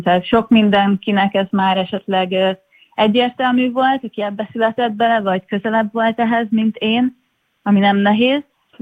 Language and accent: Hungarian; Békéscsaba, Békés, Hungary; Igen, én Békés Csabai vagyok.